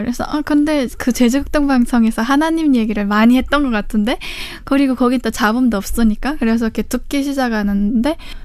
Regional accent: Kaechon, South Pyongan, North Korea; 저희 고향은 평안남도 개천시입니다.

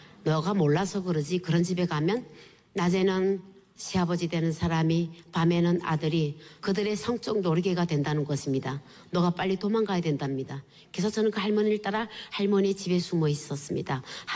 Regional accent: North Korea; 그러면 내가 공안에 가서 내 발로 나 북한 사람입니다 하고 북한에 건너갈 거라고

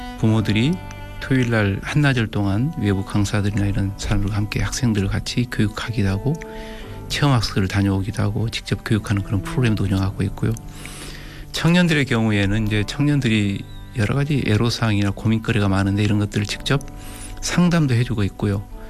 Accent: Yeosu, South Jeolla, South Korea; now in Gwangju, South Korea; 고향이 여수입니다. 네, 여수 참 좋은 동네입니다. 맑은 물, 또 깨끗한 산, 그리고 좋은 사람들이 사는 곳이고요. 말 그대로 한자어로 수려하고 깨끗한 그런 동네입니다.

